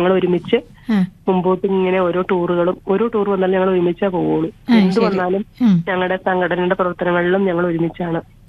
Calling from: Muvattupuzha, Kerala, India; ഞാൻ മൂവാറ്റുപുഴ വാളകത്താണ് താമസിക്കുന്നേ.

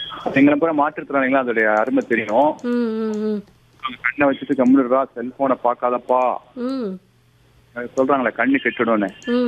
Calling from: Cuddalore, Tamil Nadu, India

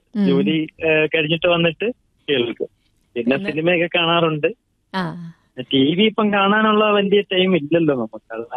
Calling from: Kilikollur, Kerala, India; ഞാൻ കൊല്ലം ജില്ലയിലെ കിളികല്ലൂരിൽ നിന്നാണ് വിളിക്കുന്നത്.

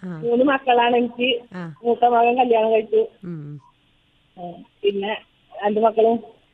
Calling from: Kerala, India; Pulikkalody

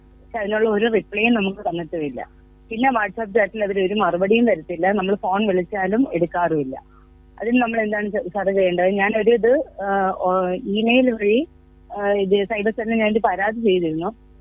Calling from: Aryanad, Kerala, India; ഞാൻ തിരുവനന്തപുരം ആര്യനാട് നിന്നാണ് വിളിക്കുന്നത്.

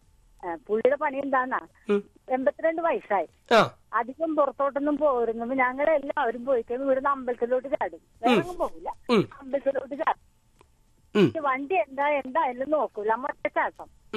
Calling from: Kerala, India; ഞാൻ ഗോസ് ജംഗ്ഷനിന്നാണ് വിളിക്കാറ്.

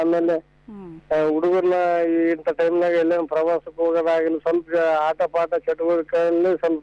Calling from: Marchettal, Karnataka, India; ನಮ್ಮ ಮರ್ಚೆಟ್ಟಾಳ

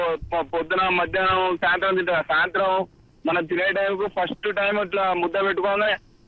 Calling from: Warangal district, Telangana, India; మాది వరంగల్ జిల్లా కొమ్మాల గ్రామం.

